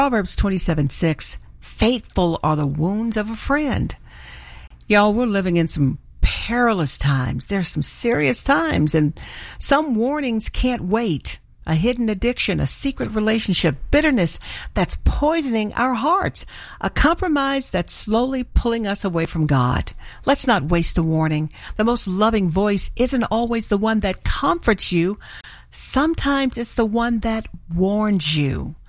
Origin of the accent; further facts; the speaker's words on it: Arkansas, United States; I remember singing that song growing up in Arkansas.